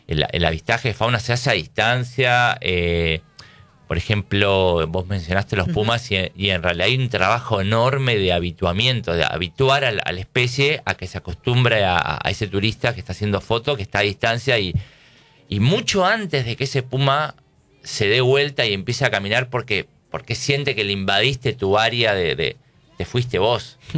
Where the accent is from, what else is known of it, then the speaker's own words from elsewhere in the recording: Buenos Aires, Argentina; O bueno, yo me crié en Buenos Aires y el otoño llegaba el 21 de marzo.